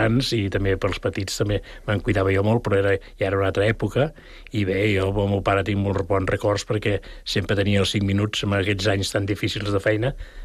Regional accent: Rubí, Catalonia, Spain; now in Sant Cugat, Spain; diu que no soc de Sant Cugat perquè soc de Rubí 3 mesos i ja està.

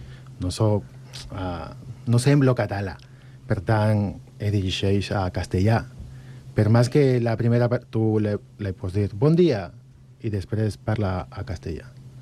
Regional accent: Peru; Catalan is a second language; moved away as an adult; now in Catalonia, Spain

